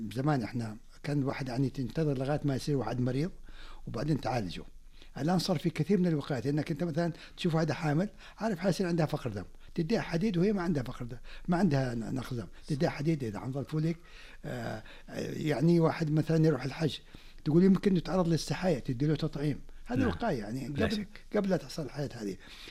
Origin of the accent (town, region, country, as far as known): Saudi Arabia